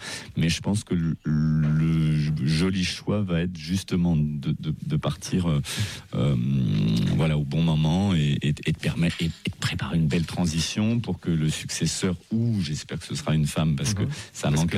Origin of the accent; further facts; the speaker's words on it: Avignon, Provence-Alpes-Côte d'Azur, France; born there; Oui, je suis né dans le Hof, à Avignon.